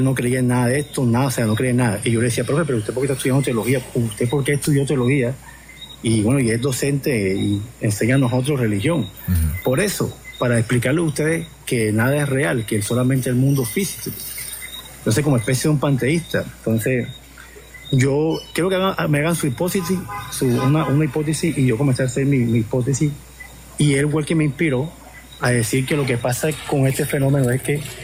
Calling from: Barranquilla, Atlántico, Colombia; Desde la ciudad de Barranquilla.

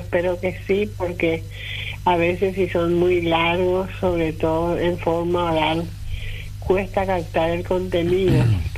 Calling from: Lambaré, Central, Paraguay; yo, como vivo en Lambaré, a veces me toca ir por la avenida Perón

